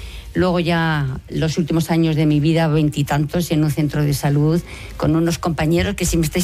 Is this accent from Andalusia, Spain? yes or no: no; Briviesca, Castile and León, Spain; Y yo soy de Burros, bueno, de Briviesca.